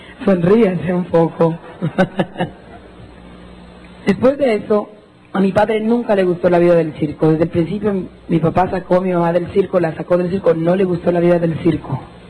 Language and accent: Spanish; Jutiapa, Guatemala; Porque yo soy de Jutiapa, soy de Oriente, y en Jutiapa, en Oriente, eso de payaso y de tontería no nos gusta.